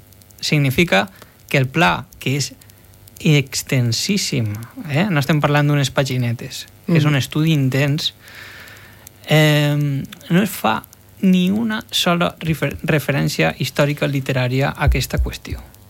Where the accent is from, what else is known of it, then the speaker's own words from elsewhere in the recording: Gandia, Valencian Community, Spain; jo soc de Gandia